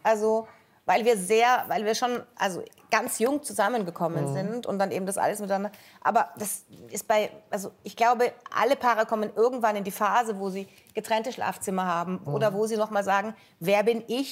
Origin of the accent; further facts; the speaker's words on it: Northern Germany, Germany; Ich bin aus Norddeutschland. Da sagt man das. Der Alte, die Alte.